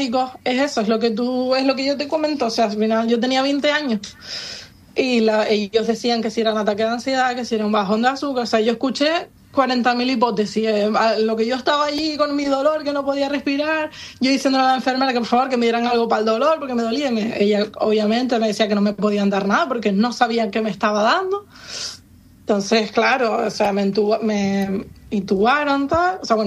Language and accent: Spanish; Canary Islands, Spain; Yo soy de Lanzarote